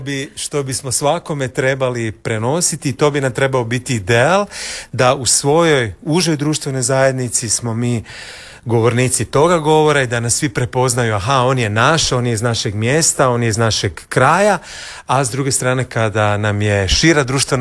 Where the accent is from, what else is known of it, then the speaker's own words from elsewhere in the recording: Zagreb, Zagreb County, Croatia; Moja ulica je Ivana Gorana Kovačića, to je Rokov Perivoj i Gorana Kovačića. Tamo sam odrastao, igrao se na Rokovu Perivoju, na Cmroku.